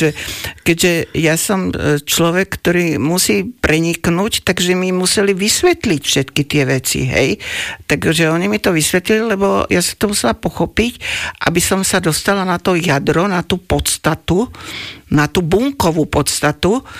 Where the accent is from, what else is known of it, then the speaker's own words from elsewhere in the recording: Bratislava, Bratislava Region, Slovakia; A ja som vyrastala teda pod Slavínom